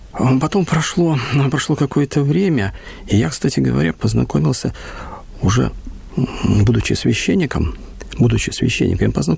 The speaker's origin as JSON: {"language": "Russian", "town": "Grodno", "region": "Grodno Region", "country": "Belarus", "said": "я уже стал священником, приехал в свой город Гродно"}